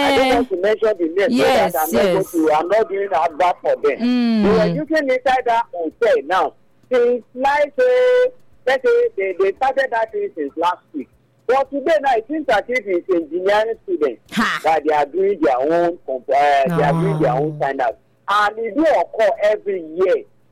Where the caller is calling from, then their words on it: Nigeria; I'm calling from Ekoso.